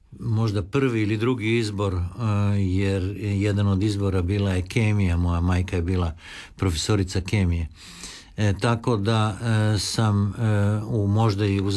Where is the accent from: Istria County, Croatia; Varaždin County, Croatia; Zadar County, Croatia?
Varaždin County, Croatia; Varaždin; born there; Rođen u Varaždinu, a zapravo i po majci i po ocu iz Like.